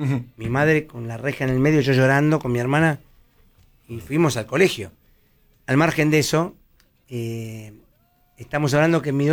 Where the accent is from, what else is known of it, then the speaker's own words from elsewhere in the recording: El Palomar, Buenos Aires Province, Argentina; Yo soy de Palomar. Por supuesto que lo conozco.